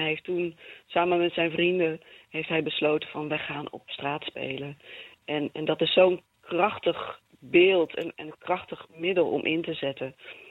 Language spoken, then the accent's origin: Dutch; Netherlands; Het staat heel ver van ons af als Nederlanders